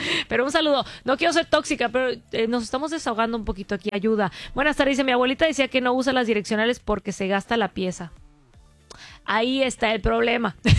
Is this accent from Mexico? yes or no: yes; Mérida, Yucatán, Mexico; Pero nosotros como yucatecos, o sea, de toda la vida, pues sí. Es súper diferente el tráfico de hoy en día. Esto no existía aquí en Mérida, al menos en Mérida.